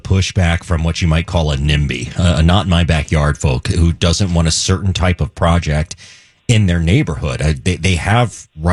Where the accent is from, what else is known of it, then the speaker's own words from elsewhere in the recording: Louisville, Kentucky, United States; born there; moved away; because I was born in Louisville too.